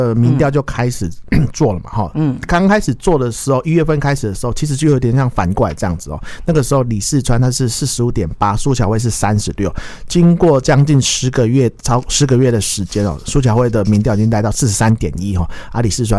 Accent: Kaohsiung, Taiwan; 我身为高雄人听起来我有点怕怕的话

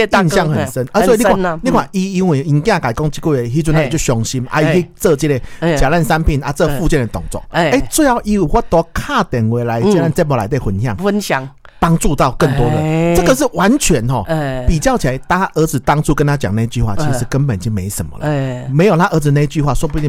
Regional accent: Taiwan; 因为过去我们台湾人都比较去忌讳去谈这个老后啦啊

